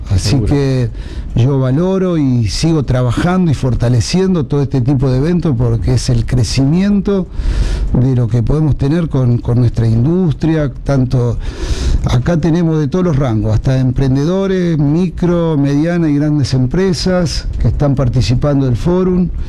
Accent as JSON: {"language": "Spanish", "region": "Santa Fe", "country": "Argentina", "tie": "born or raised there", "said": "En Migán. En Migán, bien pueblerino, de campo, mis padres, toda la vida en el campo, tenían cabaña de cerdo"}